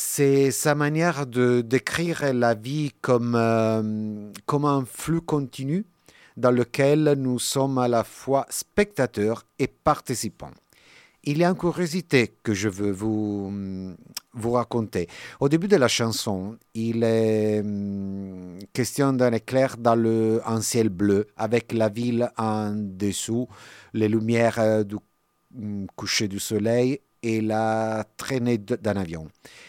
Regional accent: Italy; Je parle un peu en italien. Justement, c'est grande variété, je suis italien

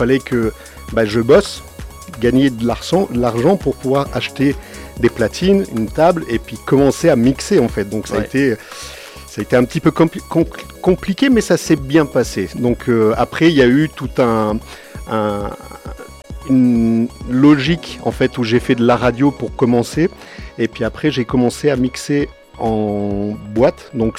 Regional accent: Grenoble, Auvergne-Rhône-Alpes, France; De Grenoble. Yes. Moi, je viens de Grenoble.

